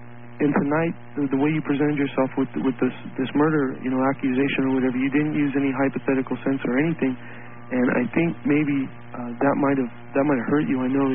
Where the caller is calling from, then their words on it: Long Beach, California, United States; from Long Beach.